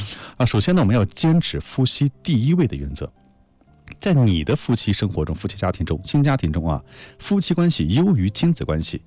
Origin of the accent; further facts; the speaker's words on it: China; 我们中国人的语言相当的优美啊。